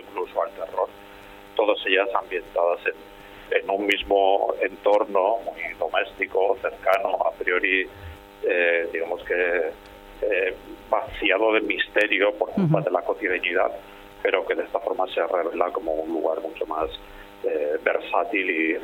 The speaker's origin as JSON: {"language": "Spanish", "town": "Ribadesella", "region": "Asturias", "country": "Spain", "tie": "born or raised there", "said": "la casa donde yo nací y me crié en Ribadesella"}